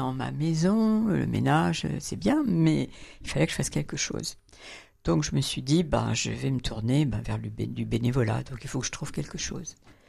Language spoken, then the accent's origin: French; Paris, Île-de-France, France; Ouais, une partie de plaisir, c'est compliqué quand on est Parisien, oui.